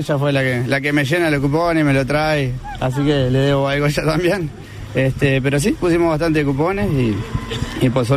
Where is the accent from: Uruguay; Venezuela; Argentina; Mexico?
Uruguay; Colonia; Sí, acá en Los Nogales, trabajo en la empresa de la Nix, acá de Colicar, vivo acá en Los Nogales